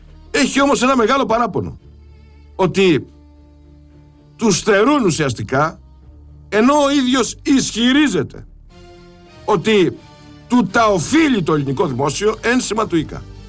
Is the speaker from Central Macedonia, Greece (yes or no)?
no; Sparta, Peloponnese, Greece; moved away; από την πατρίδα μου, τη Σπάρτη